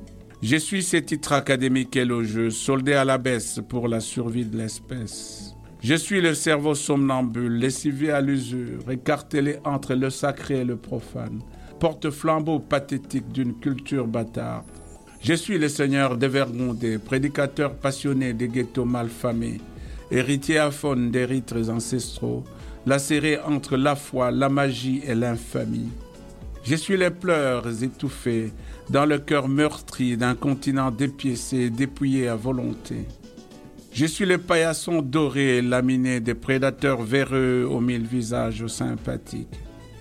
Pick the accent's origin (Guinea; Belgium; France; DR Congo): DR Congo; je viens de la République démocratique du Congo.